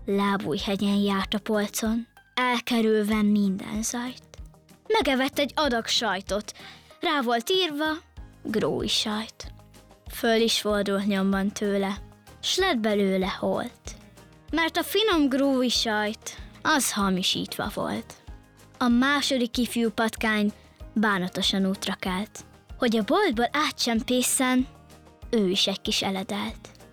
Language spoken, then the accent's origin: Hungarian; Karcag, Jász-Nagykun-Szolnok, Hungary; Sziasztok … 12 éves és Karszagról jöttem.